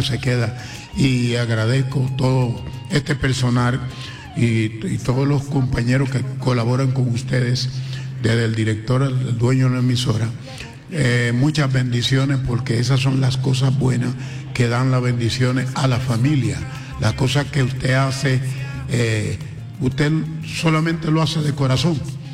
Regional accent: Barahona, Dominican Republic; born there; Es como mi casa, porque en República Dominicana yo soy del sur, parte del sur del país. Barahona es una ciudad así mismo, con mucho calor, un calor humano, calor playa, gente buena, buena comida, de buen vivir.

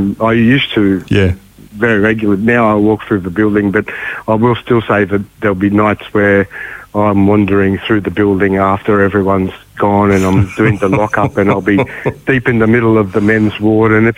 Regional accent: Queensland, Australia; now in Ballarat, Australia; I'm not from Victoria, I'm a Queenslander, and when I arrived in Ballarat

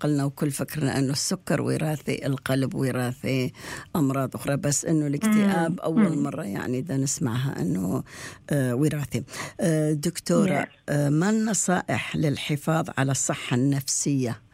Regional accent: Baghdad, Baghdad Governorate, Iraq; now in Melbourne, Australia; لأن الصيف مثلا عندنا ببغداد، بالبغداد مثلا عندنا كان الصيف 3 أشهر صيف، صيف ننام فوق السطح

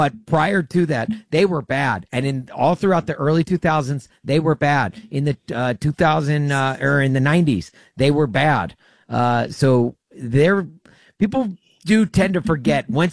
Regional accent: Los Angeles, California, United States; born there; I was born in Los Angeles, and so I've been a Dodgers fan my entire life

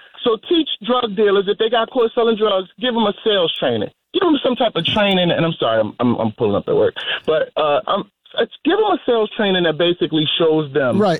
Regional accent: Baltimore, Maryland, United States; Like I grew up, I'm from Baltimore, so I grew up in the streets for real.

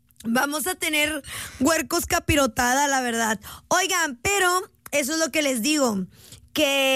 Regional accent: Mexico; yo soy mexicana

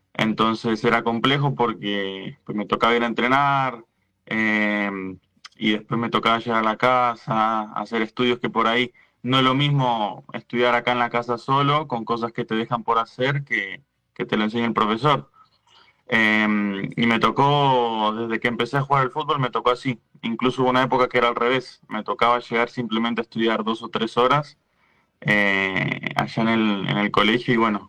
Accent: Argentina; now in Cali, Colombia; hace mucho tiempo estoy acá. También en gran parte por mi papá. Y bueno, ya acostumbrado a varias cosas acá en Colombia, pero siendo argentino 100% todavía.

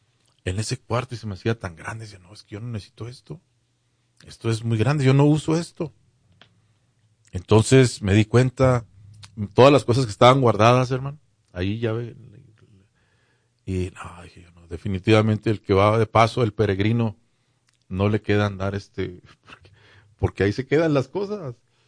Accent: Chihuahua, Mexico; en Chihuahua, pues yo soy chihuahuense

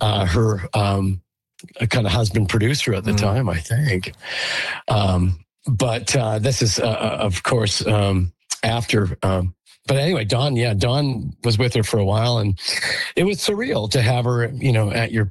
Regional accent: Saskatchewan, Canada; I grew up in Saskatchewan where … was, you know, obviously legendary in so many ways.

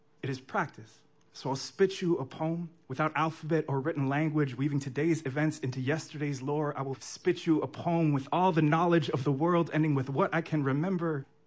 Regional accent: Hawaii, United States; I'm of Samoan descent. I was born and raised in Hawaii, and he's Hawaiian.

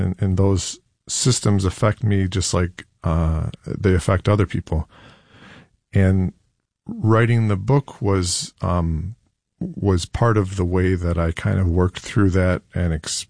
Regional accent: Penfield, New York, United States; I grew up in Penfield, and you know, in my own path, I kind of came to that same moment. I grew up in a more or less homogenous community

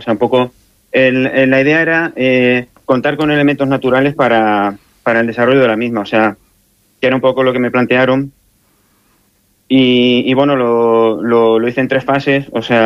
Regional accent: Talavera de la Reina, Castilla-La Mancha, Spain; born there; moved away as an adult; now in Cuevas del Valle, Spain; Sí, yo nací en Talavera. Uh-huh. Por parte de mi familia paterna, de Talavera, y familia materna de aquí de Cuevas, o sea, de la sierra. Y entonces, a la hora de establecerme, pues decidí establecerme aquí.

